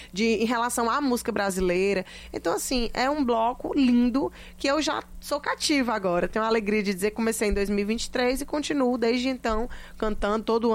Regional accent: Ceará, Brazil; é porque a gente é do Ceará, né? Eu sou a única filha nordestina, a única filha cearense

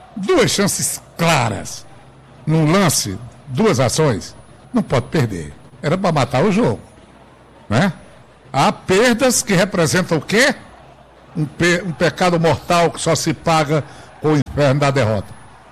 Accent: Cedro, Ceará, Brazil; born there; Nasci no Cedro, Rasa da Conceição.

